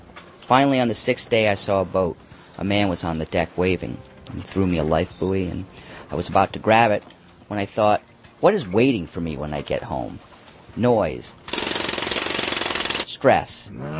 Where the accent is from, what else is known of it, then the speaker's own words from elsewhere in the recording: Rhode Island, United States; I grew up in Rhode Island. Everyone has a boat there.